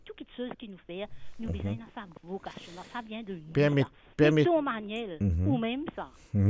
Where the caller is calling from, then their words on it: Mauritius; C'est ça, mon crawl, être mauricien.